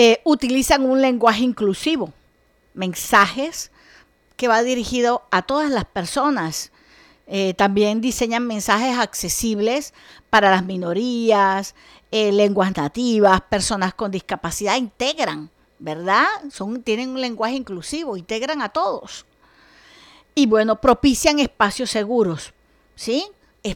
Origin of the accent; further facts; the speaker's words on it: Colombia; Todos somos colombianos